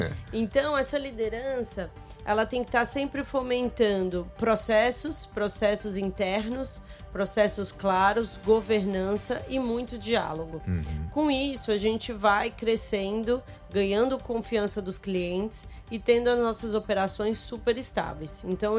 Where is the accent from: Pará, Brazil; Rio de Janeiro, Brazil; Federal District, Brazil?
Federal District, Brazil; Brasília; moved away as an adult; now in São Paulo, Brazil; Eu sou de Brasília.